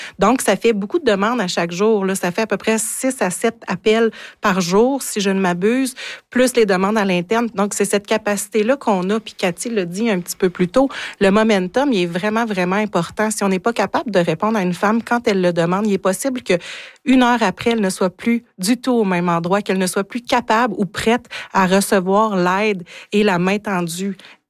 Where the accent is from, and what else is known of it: Quebec, Canada